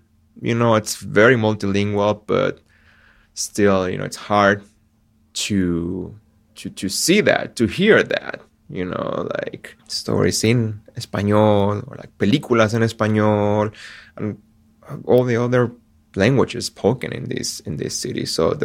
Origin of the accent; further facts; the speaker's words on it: Chile; now in Chicago, United States; I'm originally from Chile.